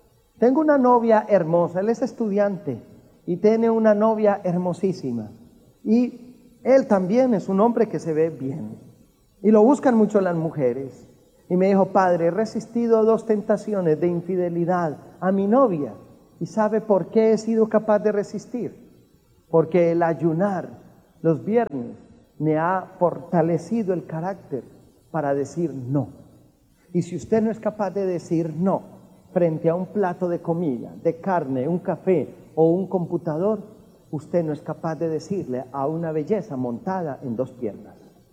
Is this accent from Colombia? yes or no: yes; Colombia; Yo soy colombiano. Nos encanta a los colombianos el café.